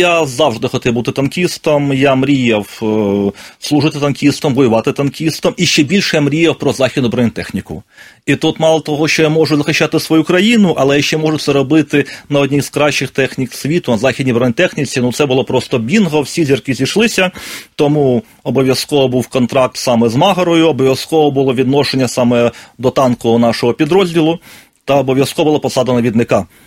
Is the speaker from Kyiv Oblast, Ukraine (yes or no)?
yes; Brovary, Kyiv Oblast, Ukraine; війна для мене почалася з прильотів по моїм рідним броварам. Я сам родом з Київщини.